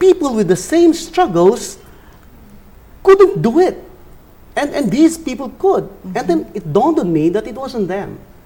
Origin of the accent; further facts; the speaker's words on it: Angono, Calabarzon, Philippines; I come from Angono, Rizal, which is miles and miles away from Makati, where we are right now.